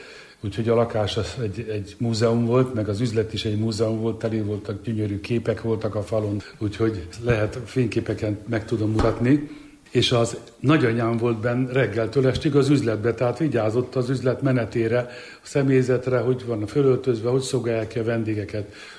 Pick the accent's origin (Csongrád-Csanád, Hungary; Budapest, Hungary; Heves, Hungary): Budapest, Hungary; born there; mi is megkaptuk az engedélyt, visszajöhettünk mi is Budapestre.